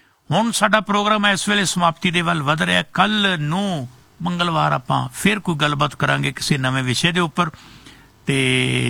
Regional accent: Hathar, Punjab, India; born or raised there

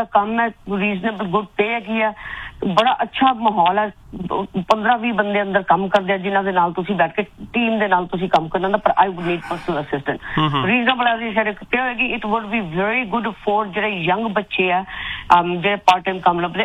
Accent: Punjab, India; ਮੈਂ ਪੰਜਾਬ ਤੋਂ ਜੀ

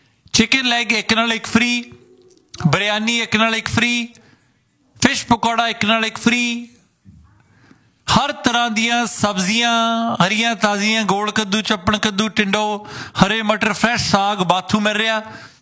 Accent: Ludhiana, Punjab, India; ਮੈਂ ਕਿਹਾ ਅਸੀਂ ਵੀ ਲੁਧਿਆਣੇ ਦੇ ਹੀ ਹਾਂ।

